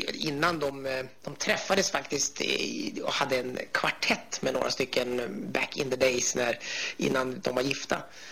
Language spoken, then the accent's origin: Swedish; Umeå, Västerbotten County, Sweden; Jag är en 44-årig glad man från Umeå som arbetar som artist.